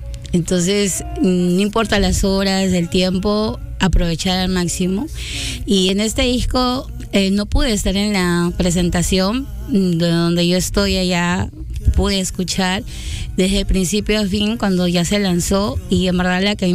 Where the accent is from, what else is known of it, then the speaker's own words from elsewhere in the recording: Jaén, Cajamarca, Peru; Vengo de la ciudad de Jaén, ¿no? Vengo de Jaén, de Cajamarca. Son 21 horas que he venido